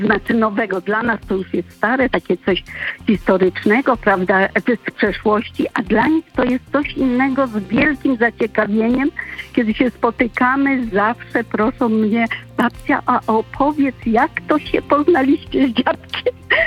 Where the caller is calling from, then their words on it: Lower Silesian Voivodeship, Poland; On z Górnego Śląska, ja z Dolnego Śląska.